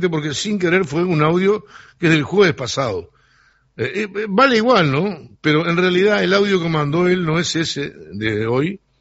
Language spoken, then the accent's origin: Spanish; San Gregorio de Polanco, Tacuarembó, Uruguay; por mis pagos de San Gregorio.